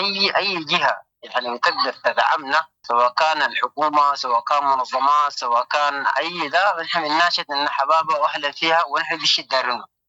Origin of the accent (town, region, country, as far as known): Sudan